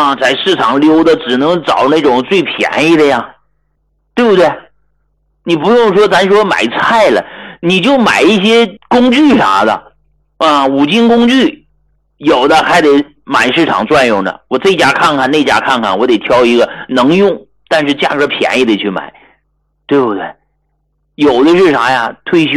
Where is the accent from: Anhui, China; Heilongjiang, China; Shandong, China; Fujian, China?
Heilongjiang, China; Hegang; 我来自黑龙江鹤岗，我也是从那农村讲话。以前家里边是种菜的，我们鹤岗有很多菜农